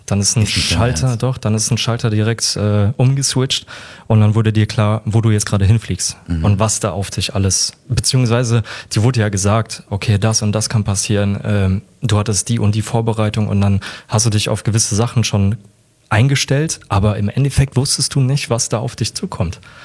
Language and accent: German; Frankfurt, Hesse, Germany; Ich meine, ich komme aus Frankfurt und wir haben hier keine Berge.